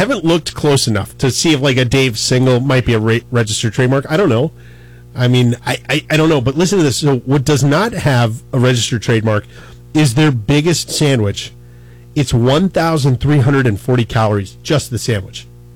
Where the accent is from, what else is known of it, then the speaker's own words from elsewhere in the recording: New Orleans, Louisiana, United States; moved away; I'm from New Orleans.